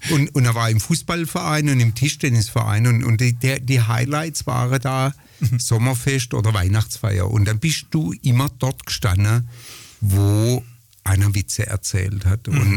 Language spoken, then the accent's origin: German; Pforzheim, Baden-Württemberg, Germany; bin am 20. April 1963 in Pforzheim als zweiter Sohn eines selbstständigen Maler- und Lackierermeisters geboren worden